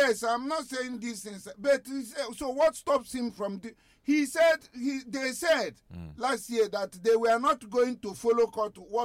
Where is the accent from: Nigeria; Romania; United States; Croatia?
Nigeria; I am a Nigerian